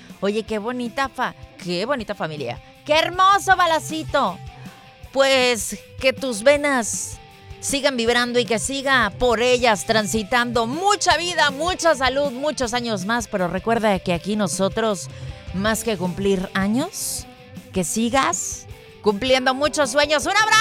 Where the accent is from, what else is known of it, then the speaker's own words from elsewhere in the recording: Mexico; pero que cuando somos mexicanos, a ver, creo que nos las ingeniamos lo suficientemente bien para salir avante